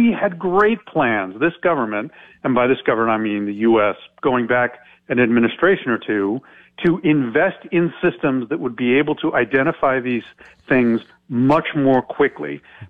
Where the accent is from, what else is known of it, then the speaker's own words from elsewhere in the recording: California, United States; I come from Northern California. You know, agriculture is a huge part and water is gold, right?